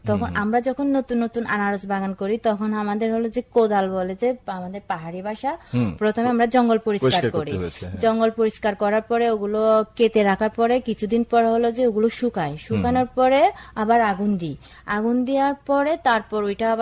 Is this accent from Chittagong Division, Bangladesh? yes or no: yes; Khagrachari, Chittagong Division, Bangladesh; now in Rangamati, Bangladesh; আমার বাড়ি কিন্তু খাগড়াছড়ি